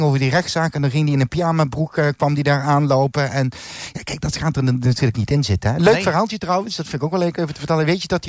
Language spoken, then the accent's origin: Dutch; Limburg, Netherlands; Ik ben Limburger.